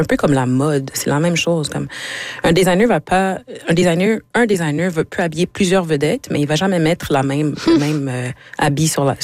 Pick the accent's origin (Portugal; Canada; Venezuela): Canada; Quebec; moved away